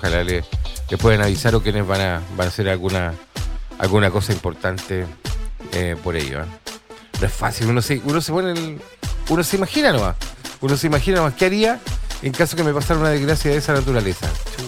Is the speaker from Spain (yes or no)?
no; Chile; nos define muy bien como chilenos